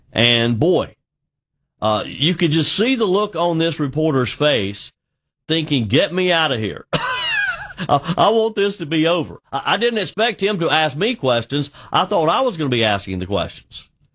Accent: South Carolina, United States; the U.S. Senate race here in my home state of South Carolina

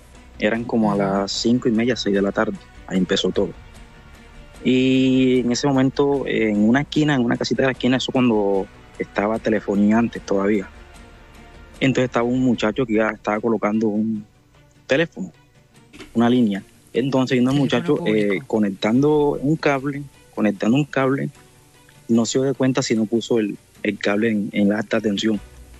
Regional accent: Puerto Escondido, Oaxaca, Mexico; now in Argentina; soy de Puerto Escondido, pero en este momento estoy acá en Argentina.

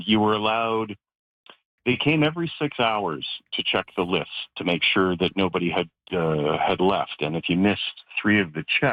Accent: Toronto, Ontario, Canada; now in Kenora, Canada; I grew up in Toronto. I was there most of my life.

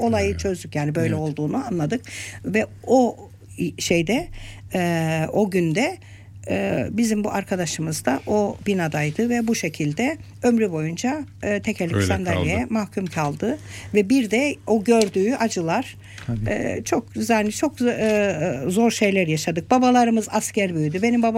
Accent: Cyprus; born there; biz savaş görmüş bir ülkeyiz. Ben kendi açımdan savaşlarda doğdum, büyüdüm. 1963 savaşlarını gördüm. 1974 savaşlarını gördüm.

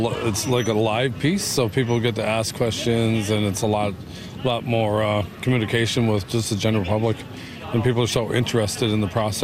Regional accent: Miramichi, New Brunswick, Canada; I'm from Miramichi, and I've been in art for probably about 30 years

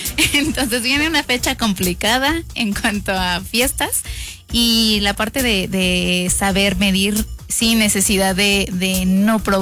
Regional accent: Mexico; en la familia, yo creo que como en muchas familias mexicanas

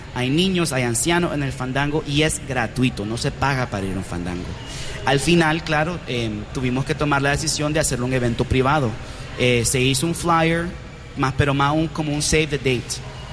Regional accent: Nicaragua; porque soy nicaragüense y en Nicaragua desaparecen gente por eso.

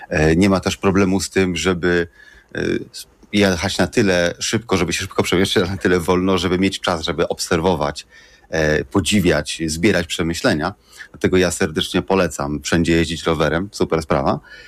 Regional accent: Poznań, Greater Poland Voivodeship, Poland; ja jestem z Poznania i przyzwyczajony do tego, że teren jest płaski, porośnięty zbożem i że jest gęsto zalodniony, bo tak mniej więcej wygląda Wielkopolska.

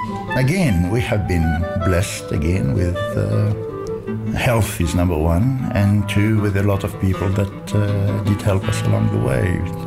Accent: Cairo, Cairo Governorate, Egypt; also born or lived in Germany; now in Australia; I was born in Cairo, Egypt, last century. I migrated to Australia in the late 60s. I came here with my family, father, mother, younger brother.

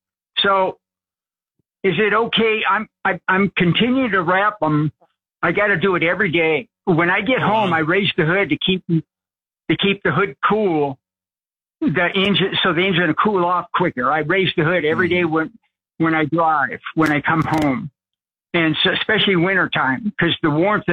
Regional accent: California, United States; I'm from California all my life. I never had the problem, but living in the desert, beautiful area. High desert

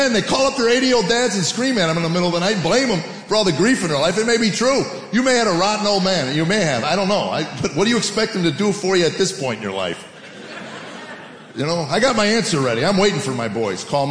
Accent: United States; born or raised there

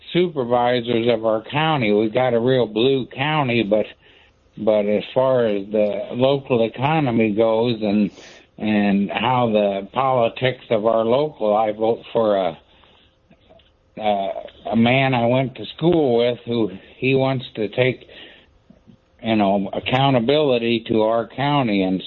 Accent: Iowa City, Iowa, United States; from Iowa City

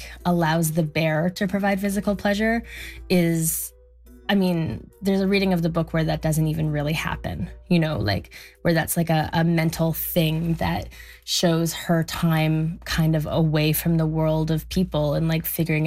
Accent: Alberta, Canada; I'm from Alberta, by the way.

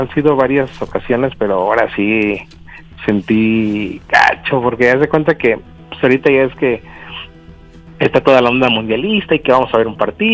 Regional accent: Mexico City, Mexico; Soy de la Ciudad de México y tengo 39 años.

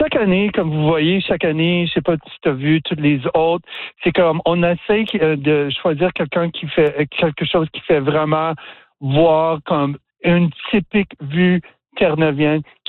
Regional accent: Ontario, Canada; also born or lived in Quebec / Maritimes; now in Newfoundland, Canada; moi, je viens de l'Ontario, mm-hmm. passé beaucoup de temps au Québec, au Maritime

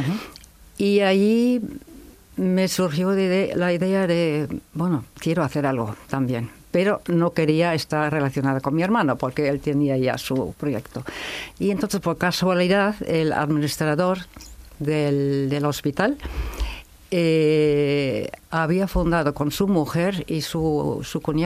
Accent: Germany; moved away; yo soy alemana.

